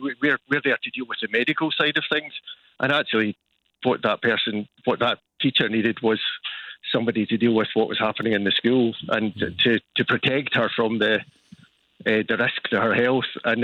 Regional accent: Dumfries, Scotland, United Kingdom; I'm actually from Dumfries originally

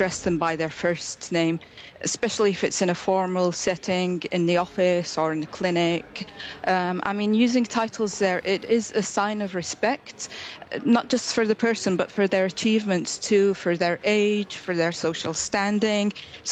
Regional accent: Syria; now in London, United Kingdom; my experience growing up in Syria

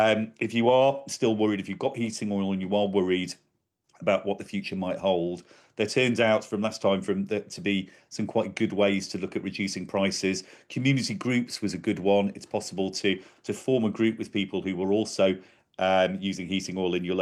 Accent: Manchester, North West England, United Kingdom; I'm very proud of my Northwest heritage. I'm from Manchester

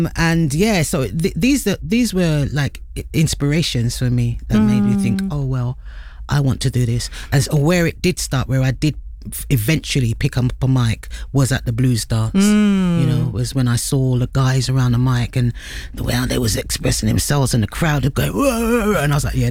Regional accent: London, United Kingdom; I'm born and raised in Brixton, so you know, I'm growing up in a land that I don't know if it's my own.

